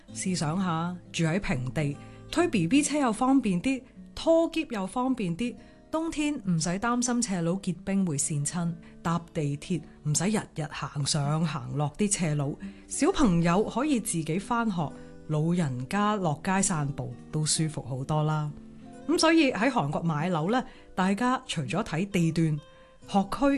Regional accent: Hong Kong; accent: foreign accent mixed with Busan accent (in Korean); 作为香港人

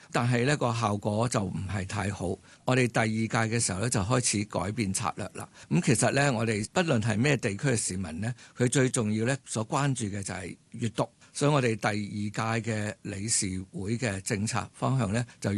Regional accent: Hong Kong; now in Macau; 我是在香港长大的，现在就刚刚在澳门大学图书馆那边退了休了。

